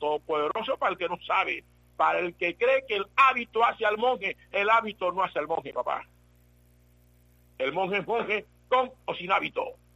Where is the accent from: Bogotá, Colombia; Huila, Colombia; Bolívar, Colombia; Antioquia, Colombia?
Bolívar, Colombia; San Basilio de Palenque; born there; Yo nací en Palenque